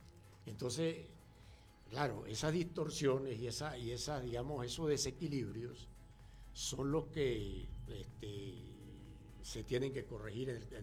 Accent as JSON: {"language": "Spanish", "country": "Venezuela"}